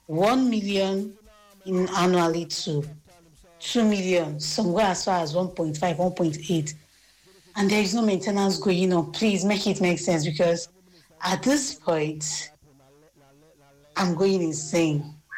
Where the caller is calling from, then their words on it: Aja, Lagos, Nigeria; I'm venting from Aja.